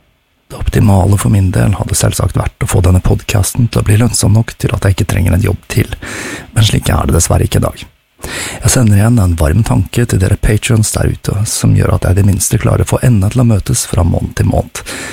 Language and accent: Norwegian; Oslo, Norway; Nå som jeg har flyttet tilbake til min hjemby Oslo